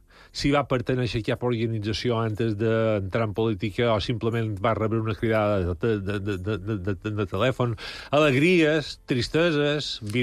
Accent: Santa Margalida, Balearic Islands, Spain; la patrona de Santa Margalida, que és el meu poble

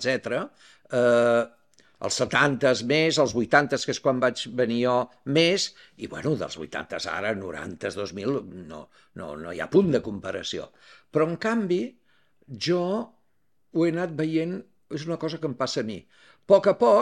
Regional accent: Barcelona, Catalonia, Spain; now in Ibiza, Spain; Jo ja porto més anys aquí que a Barcelona. Llavors, clar, tinc les arrels a Barcelona i m'estimo a Barcelona.

